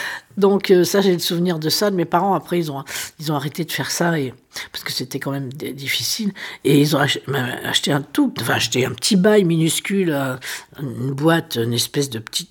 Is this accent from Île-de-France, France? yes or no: yes; Saint-Ouen, Île-de-France, France; born there; c'est quand on a quitté Saint-Ouen et on est allé s'installer dans un truc un peu plus grand qui était un vrai bar